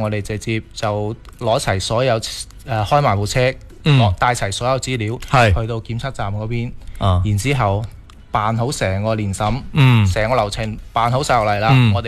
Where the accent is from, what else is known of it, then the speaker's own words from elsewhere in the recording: Guangdong, China; 对于我哋广东人嘅习俗嚟讲呢